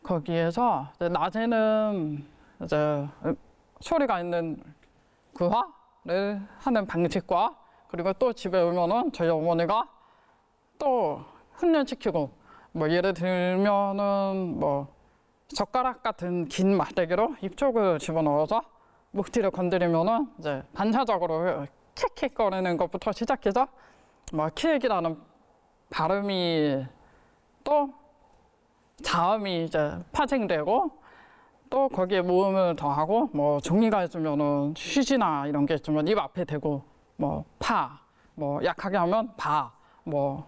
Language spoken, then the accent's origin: Korean; Gangwon, South Korea; also born or lived in Seoul; 저희 어머니가 저를 데리고 이제 강원도 고향에서부터 서울까지 왔다 갔다 하면서